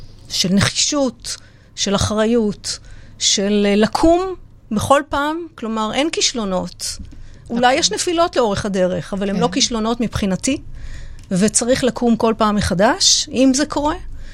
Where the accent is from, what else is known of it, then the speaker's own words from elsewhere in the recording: Nahariya, Northern District, Israel; now in Caesarea, Israel; גדלתי בנהריה, בשכונת פועלים להורים קשי יום.